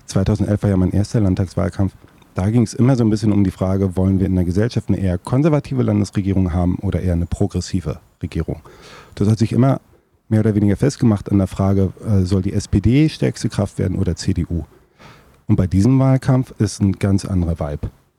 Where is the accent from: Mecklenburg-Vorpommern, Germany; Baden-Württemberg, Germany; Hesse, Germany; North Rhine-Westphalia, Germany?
Mecklenburg-Vorpommern, Germany; Ludwigslust; now in Rostock, Germany; bin gar nicht in Rostock geboren. Ich lebe seit über 20 Jahren total gerne in Rostock. Rostock ist meine Heimatstadt geworden, aber geboren und aufgewachsen bin ich in Ludwigslust. Ich bin in den 80ern geboren, das heißt meine Jugendzeit war in den 90ern.